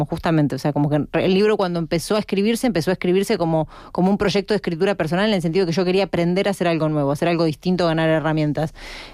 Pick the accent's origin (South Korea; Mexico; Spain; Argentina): Spain; Madrid, Community of Madrid; somos tan madrileñas como el resto de las madrileñas, y en Madrid también se habla como hablamos nosotras, ¿no?